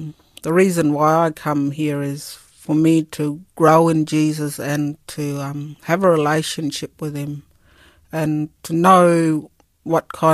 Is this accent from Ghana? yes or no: no; Mount Levi, Northern Territory, Australia; now in Fink, Australia; I'm originally from Mount Levi community. It's a small community in the Northern Territory, but live in Fink community.